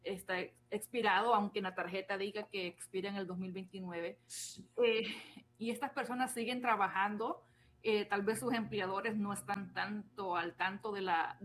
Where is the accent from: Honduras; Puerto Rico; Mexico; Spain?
Honduras; now in United States; yo soy hondureña